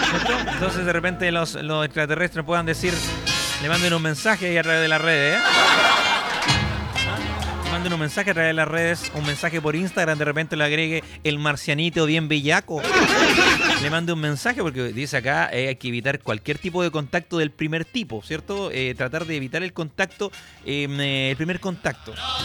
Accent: Chile; los chilenos tenemos nuestro propio mundo

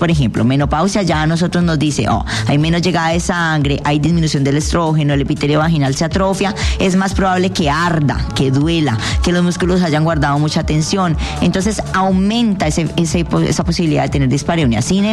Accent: Colombia; Soy colombiana.

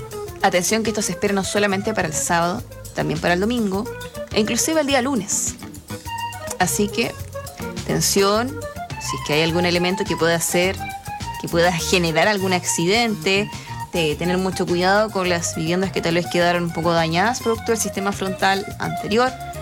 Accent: Chile; Pero, como buena chilena, digo que es chilena.

